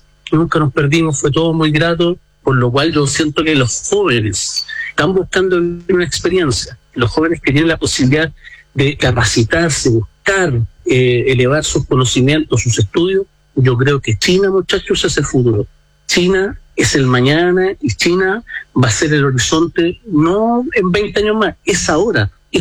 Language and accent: Spanish; Chile; En ese caso éramos nosotros los chilenos que andábamos ahí dando vueltas.